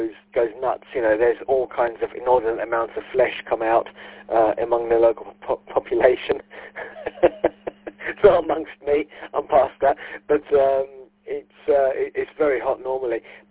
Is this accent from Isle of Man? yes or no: yes; Isle of Man; So we're normally from the Isle of Man. … But we're just outside Douglas on the Isle of Man.